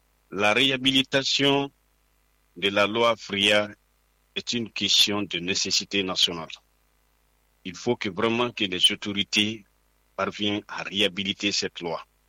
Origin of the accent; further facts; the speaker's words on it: Dinguiraye, Faranah, Guinea; born there; chez moi, à Dingiray. Quand le mois de mars arrive là-bas, personne ne peut sortir sous le soleil.